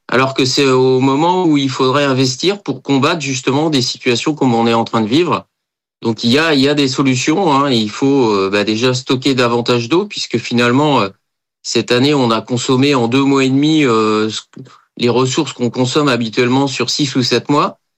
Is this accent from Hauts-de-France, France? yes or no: no; Nantes, Pays de la Loire, France; Et effectivement, moi le premier, je suis nantais, maraîcher nantais.